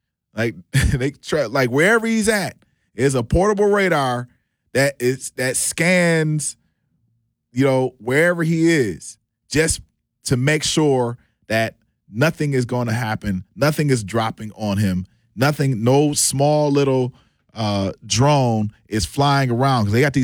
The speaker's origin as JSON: {"language": "English", "country": "United States", "said": "I'm an American citizen, I'm here."}